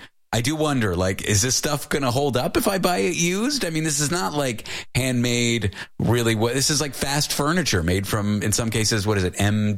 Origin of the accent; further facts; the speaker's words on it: Toronto, Ontario, Canada; I grew up in Toronto.